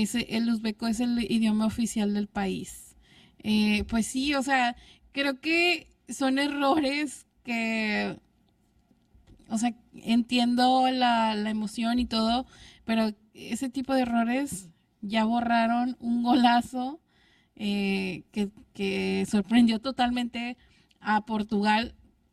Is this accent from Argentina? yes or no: no; Mexico; Así somos los mexicanos.